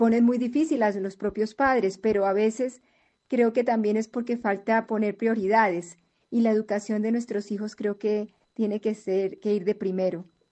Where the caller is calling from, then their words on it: Colombia; de Colombia